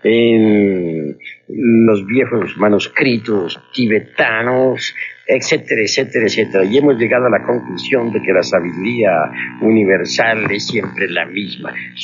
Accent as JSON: {"language": "Spanish", "country": "Mexico"}